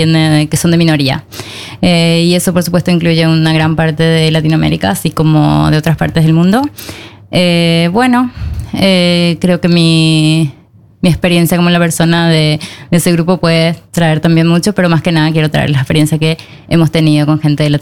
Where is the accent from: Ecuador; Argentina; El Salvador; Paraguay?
Paraguay; also born or lived in United States; now in Norway; soy de Paraguay y vivo en Noruega desde 2008. Viví un poco en Estados Unidos